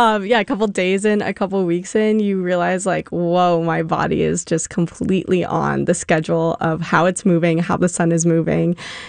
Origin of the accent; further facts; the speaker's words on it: United States; I grew up in Tahoe